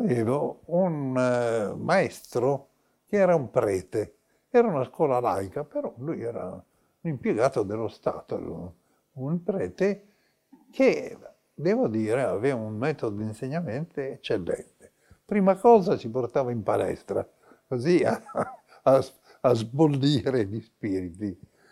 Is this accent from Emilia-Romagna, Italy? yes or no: no; Turin, Piedmont, Italy; Insomma, comunque io sono torinese doc.